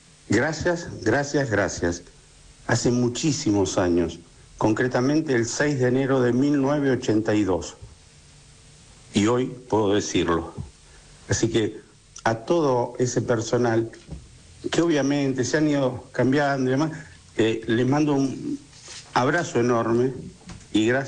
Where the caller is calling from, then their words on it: Buenos Aires, Argentina; de Saavedra.